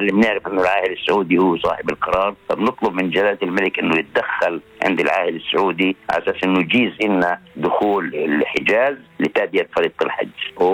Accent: Israel; احنا فلسطينيين داخل اللي صمدنا على ارضنا

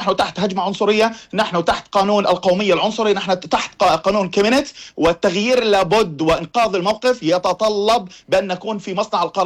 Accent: Northern Israel, Israel; نحن كمجتمع بدوي ليس لدينا في الشمال

